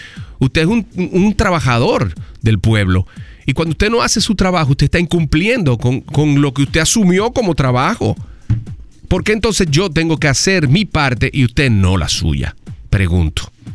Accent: Dominican Republic

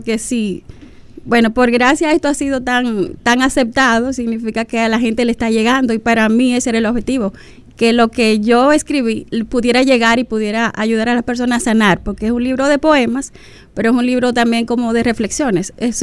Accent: Dominican Republic; como nosotros como dominicanos podemos llevar, o sea, nuestra escritura, nuestra poesía, nuestra narrativa a otros países

